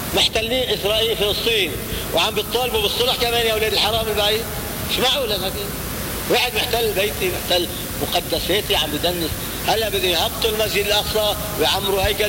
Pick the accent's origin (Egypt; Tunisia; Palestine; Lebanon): Lebanon; ما نحن لبنانيين مثلنا